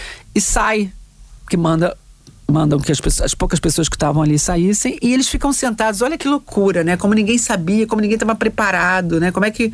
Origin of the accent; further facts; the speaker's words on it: Portugal; eu peço desculpa aos meus, eu também sou portuguesa, mas eu acho muito fraco.